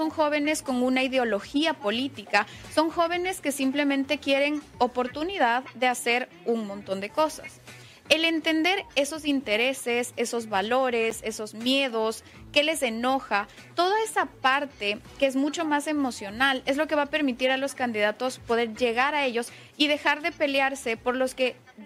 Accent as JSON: {"language": "Spanish", "country": "Ecuador", "also_born_or_lived": "Mexico", "moved": "yes", "said": "yo soy de Ecuador y... Viví un tiempo en México donde tuve mi mayor exposición política"}